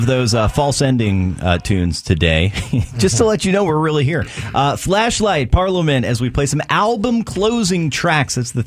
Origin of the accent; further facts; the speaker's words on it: New Jersey, United States; now in Philadelphia, United States; It is the soundtrack to my life here in South Philly. And Mike V, I'm from Central Jersey originally.